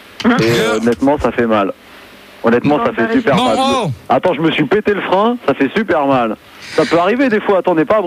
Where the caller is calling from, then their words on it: Île-de-France, France; j'appelle du 9-3.